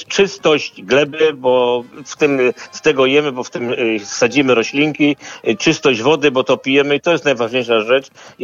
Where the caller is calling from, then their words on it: Poznań, Greater Poland Voivodeship, Poland; jako poznaniak